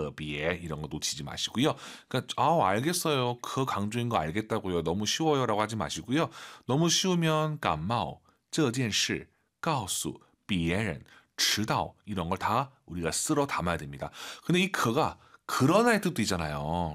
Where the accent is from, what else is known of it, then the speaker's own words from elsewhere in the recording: South Korea; 우리 한국 사람 입장에서는요